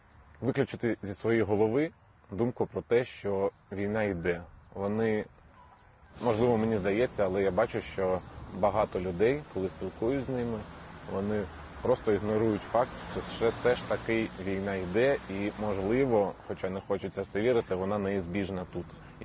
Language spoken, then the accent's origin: Ukrainian; Kramatorsk, Donetsk Oblast, Ukraine; У мене взагалі так ставлення до Краматорська зараз неоднозначне, тому що це моє рідне місто. Але я зараз тут дуже мало часу проводжу.